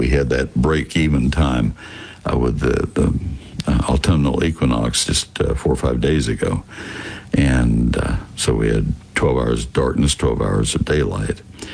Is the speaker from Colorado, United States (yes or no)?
no; Texas, United States; I grew up in Texas, but my degrees are both from Ohio State